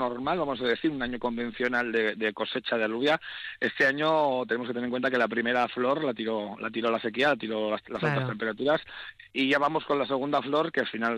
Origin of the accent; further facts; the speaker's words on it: Basque Country, Spain; los que somos de Riberalta